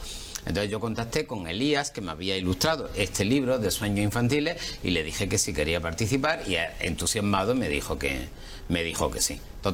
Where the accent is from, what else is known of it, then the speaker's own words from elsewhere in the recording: Mengíbar, Andalusia, Spain; en mi pueblo, en Mengíbar, yo soy de Jaén